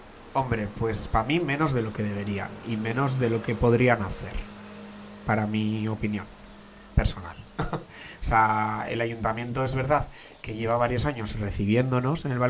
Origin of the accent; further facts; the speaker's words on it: Irun, Basque Country, Spain